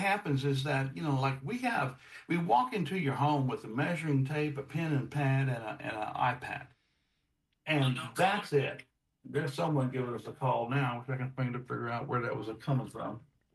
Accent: Texas, United States; moved away; Heck, when I grew up in Texas, they told us very simple.

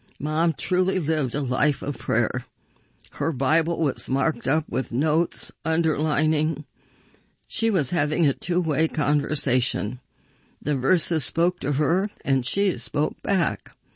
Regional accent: Nashville, Tennessee, United States; born there; I was born in Nashville, the younger of two kids. My sister Casey was 5 years older.

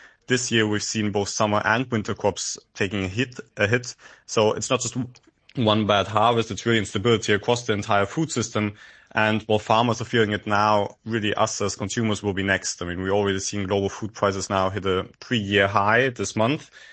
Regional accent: Austria; but also in countries like Germany or my home country, Austria, where We've actually recorded record temperatures this summer.

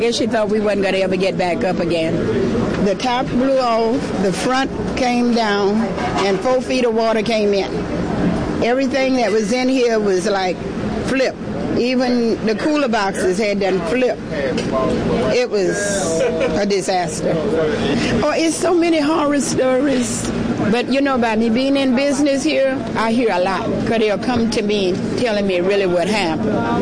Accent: New Orleans, Louisiana, United States; I was born in New Orleans, went to school, that's my roots, I have to go home.

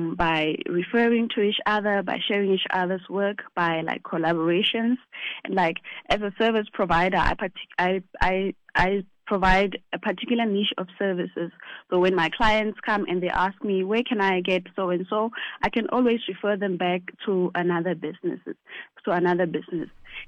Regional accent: South Africa; born or raised there

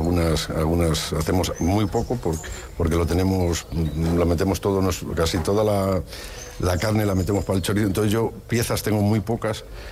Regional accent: Guijuelo, Castile and León, Spain; now in Boecillo, Spain; Yo soy de Guijuelo, pero me casé aquí en Buecillo, con una de Buecillo

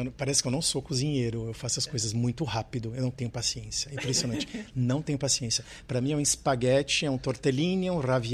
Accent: Santos, São Paulo, Brazil; moved away as an adult; Eu nasci na cidade de Santos e eu morei lá somente até os 21 anos. Eu saí do Brasil com 19, eu fiz um intercâmbio no estrangeiro, na Inglaterra, numa casa de família. E quando eu voltei, eu falei assim, eu não fico aqui. Era em 96, 98. Então, eu nasci em Santos e fiquei pouco

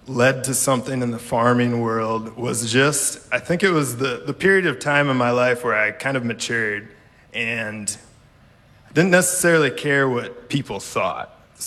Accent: Coggin, United States; Growing up in Coggin, being there my whole life, and I actually own the farm down the road from the family farm that I grew up on

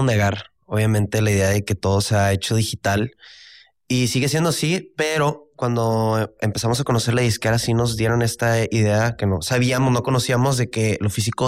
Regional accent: Monterrey, Nuevo León, Mexico; Sí, somos de Monterrey. Regios.

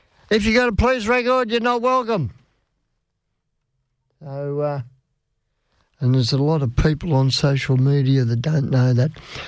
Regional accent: Australia; I am, you are, we are Australian. Yes, we are. We are Australian.

